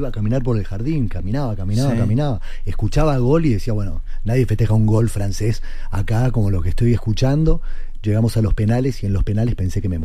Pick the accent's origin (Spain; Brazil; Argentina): Argentina; Soy de Argentina.